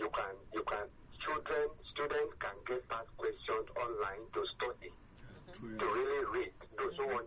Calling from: Nigeria; I'm calling from Bagada.

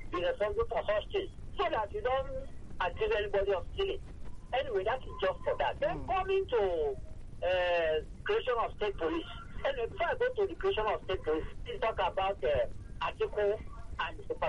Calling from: Abaranje, Ikotun, Lagos, Nigeria; I'm calling from Abaranje, Nikoso.

